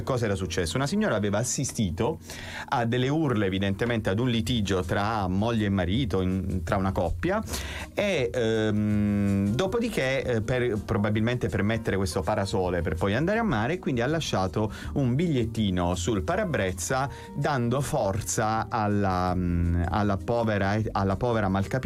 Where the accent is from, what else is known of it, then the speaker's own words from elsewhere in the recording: Southern Italy, Italy; anche giù da noi nel sud